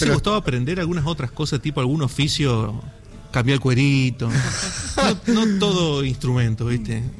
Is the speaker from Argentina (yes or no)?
yes; Paso de los Libres, Corrientes, Argentina; also born or lived in Santa Fe; yo nací en la ciudad de Santa Fe, pero me crié en la provincia de Corrientes.